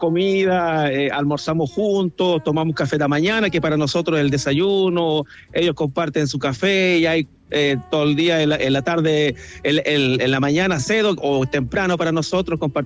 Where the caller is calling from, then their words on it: Chile; Yo soy chileno, pero mi señora esposa y mi señorita hija viven en Sao Paulo, en San Lorenzo de Turno.